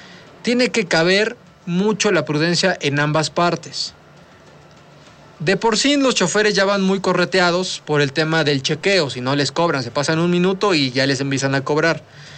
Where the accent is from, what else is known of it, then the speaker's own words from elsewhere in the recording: Puebla, Mexico; tenemos que aprender a convivir vialmente, porque de verdad, como poblanos, manejamos pésimo, horroroso.